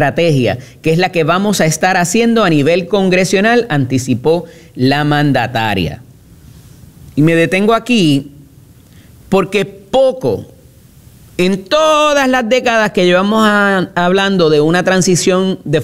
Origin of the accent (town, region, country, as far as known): Puerto Rico